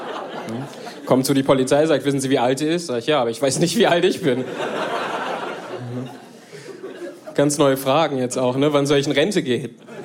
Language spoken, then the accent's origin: German; Germany; born there; also born or lived in Ethiopia; Ich wurde adoptiert, so schon vor längerem. Und ich komme eigentlich aus Äthiopien und bin ungefähr mit einem halben Jahr hier in Deutschland angekommen.